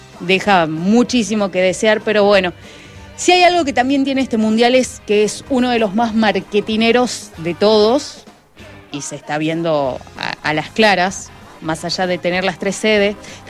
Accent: Argentina; como argentinos, como patriotas

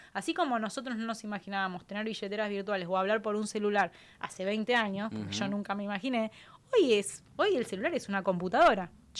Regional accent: Argentina; now in Santa Cruz, Argentina; Voy a hablar como ciudadana argentina.

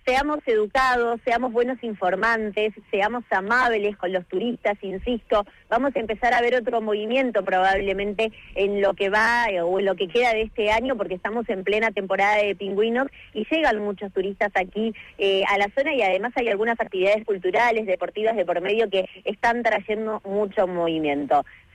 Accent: Río Gallegos, Santa Cruz, Argentina; Ay, yo soy de Río Gallegos.

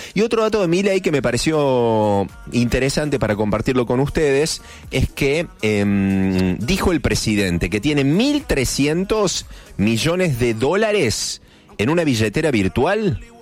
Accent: Argentina; nacido y criado en Argentina

